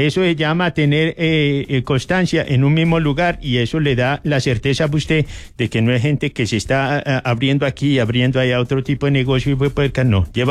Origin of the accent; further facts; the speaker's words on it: Colombia; Sabemos que somos colombianos descuidados, despalomados.